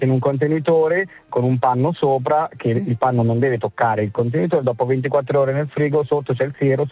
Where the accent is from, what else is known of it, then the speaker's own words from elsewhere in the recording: Cormano, Lombardy, Italy; moved away as an adult; now in Monza, Italy; ho scritto Milano perché sono nato e cresciuto vicino a Cormano, però mi sono trasferito da poco a Monza con la mia ragazza.